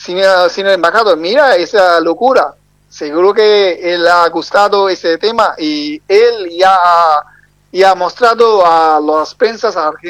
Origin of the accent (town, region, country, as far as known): Bangladesh; Spanish is a second language